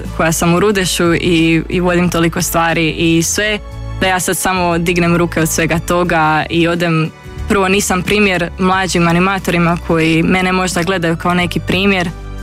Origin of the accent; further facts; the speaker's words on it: Zagreb, City of Zagreb, Croatia; born there; Da, tata iz Hercegovine, ali sam rođena u Zagrebu.